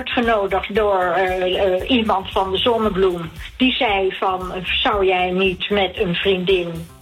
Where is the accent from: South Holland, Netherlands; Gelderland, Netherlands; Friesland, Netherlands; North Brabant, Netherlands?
South Holland, Netherlands; The Hague; Ik ben in Den Haag geboren en op 10 minuten van het strand was ik altijd, heel veel op het strand.